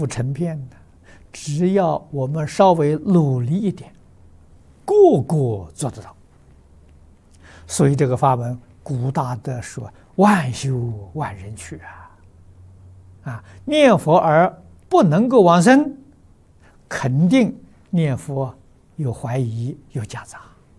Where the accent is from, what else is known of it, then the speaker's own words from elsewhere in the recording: Yujiang, Jiangxi, China; also born or lived in Fujian; 我小时候，我住家乡。啊，我们余江县没有自来水。抗战期间，我住在福建，我住在延平，没有自来水，建瓯也没有自来水。